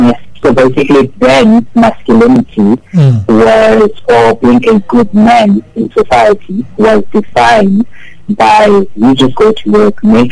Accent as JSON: {"language": "English", "town": "George", "region": "Western Cape", "country": "South Africa", "tie": "born or raised there", "moved": "as an adult", "lives_now": "Pretoria, South Africa", "said": "I actually grew up in George. I was born in the Cape, just close to Kaapstad, and I grew up in George. And I went to high school and varsity in George, and then I left George, moved to Cape Town, from Cape Town, moved to Pretoria. So I'm a Georgian."}